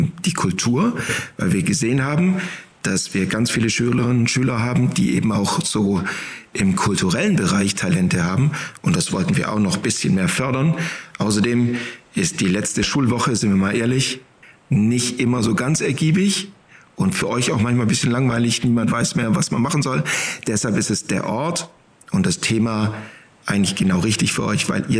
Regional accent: Swabia, Germany; Ich bin Schwabe durch und durch, habe aber einen großen Anteil Norddeutschland in mir noch drin von meiner Mutter. Die ist von der Nordseeküste.

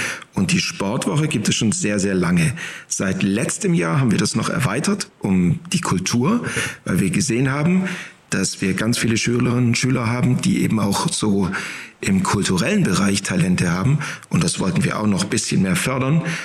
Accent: Swabia, Germany; Ich bin Schwabe durch und durch, habe aber einen großen Anteil Norddeutschland in mir noch drin von meiner Mutter. Die ist von der Nordseeküste.

